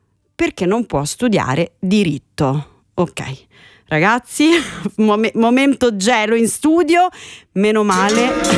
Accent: Rome, Lazio, Italy; io sono proprio di Roma, Roma centro. Non fronte Colosseo, ma molto molto vicino.

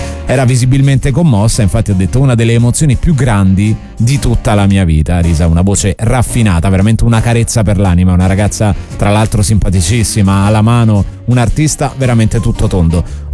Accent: Trentino-Alto Adige, Italy; come si dice dalle mie parti, verso Bolzano

